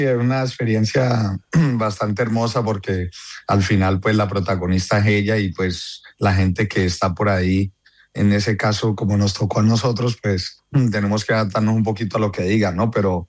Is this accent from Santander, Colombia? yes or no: no; Cali, Valle del Cauca, Colombia